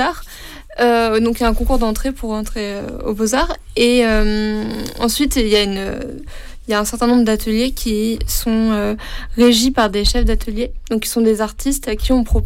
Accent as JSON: {"language": "French", "town": "Marseille", "region": "Provence-Alpes-Côte d'Azur", "country": "France", "said": "Oui, ben moi, là, je viens de Marseille, donc"}